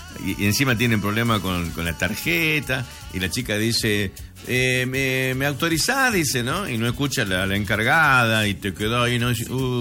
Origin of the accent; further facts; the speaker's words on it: Campo Santo, Salta, Argentina; mi amiga que es de mi pueblo también, del pueblo de Camposanto